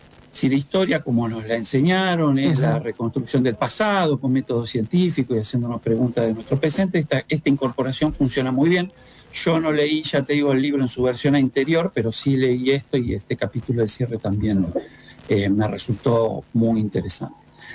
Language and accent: Spanish; Viedma, Río Negro, Argentina; Como sabés, yo me crié en Viedma, lo hemos hablado en algún